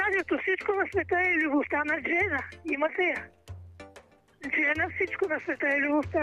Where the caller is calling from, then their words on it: Sofia, Sofia City, Bulgaria; от София.